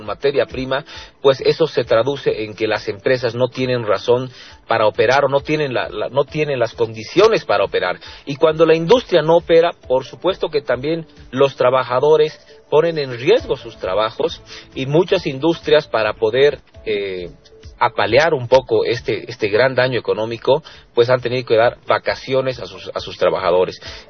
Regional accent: Bolivia

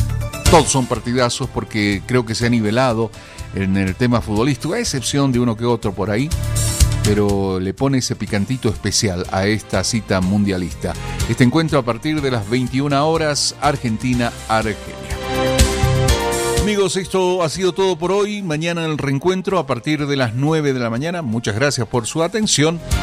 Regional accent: Bolivia; que como bolivianos podamos transitar libremente por el país

